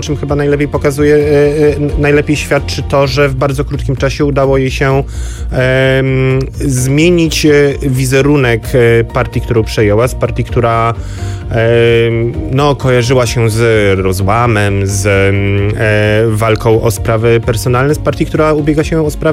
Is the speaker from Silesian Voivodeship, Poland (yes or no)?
no; Nowy Sącz, Lesser Poland, Poland; Ja jestem z Nowego Sącza.